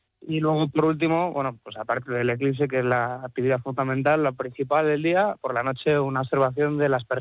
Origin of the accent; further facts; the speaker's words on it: Autilla, Castile and León, Spain; Bueno, yo soy de Autilla. Y estudio en Valladolid, estudio física y matemáticas, el doble grado